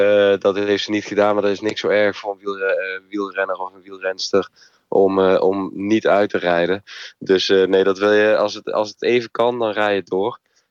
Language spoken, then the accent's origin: Dutch; Netherlands; zeker voor ons als Nederlanders.